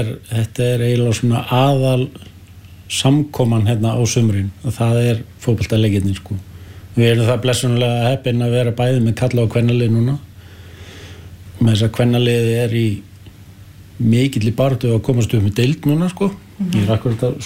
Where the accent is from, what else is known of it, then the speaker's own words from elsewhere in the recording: Hafnarfjörður, Capital Region, Iceland; now in Vopnafjörður, Iceland; Ég kem úr Hafnarfirðinu.